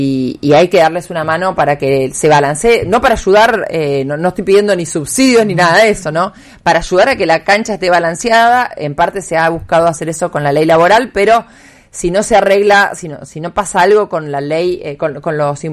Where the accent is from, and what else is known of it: Santa Fe, Argentina